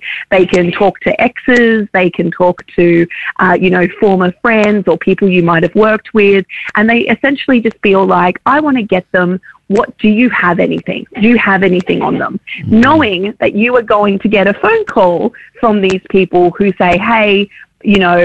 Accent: Queensland, Australia; I'm a Queenslander

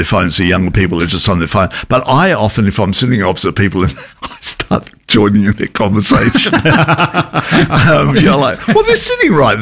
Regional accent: Adelaide, South Australia, Australia; also born or lived in Melbourne / Sydney; But because I'm originally from Adelaide and it's in Melbourne, then I went to Sydney, back from Sydney, and then back to back there.

